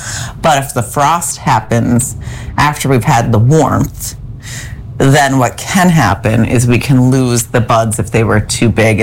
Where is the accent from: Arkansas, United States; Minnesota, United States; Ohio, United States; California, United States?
Minnesota, United States; which is really difficult being a Minnesotan, is being cold.